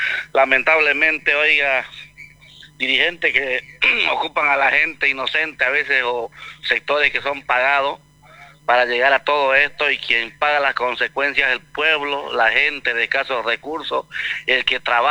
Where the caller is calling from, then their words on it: Bolivia; Somos bolivianos, digo yo, y entre bolivianos no podemos estar peleando